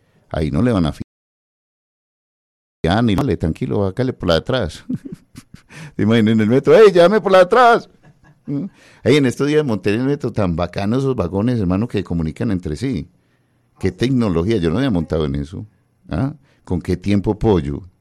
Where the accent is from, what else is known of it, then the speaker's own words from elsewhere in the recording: Antioquia, Colombia; eso nos identifica a nosotros como antioqueños.